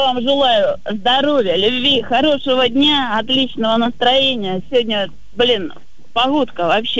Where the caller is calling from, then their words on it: Lipetsk, Lipetsk Oblast, Russia; Я из Липецка.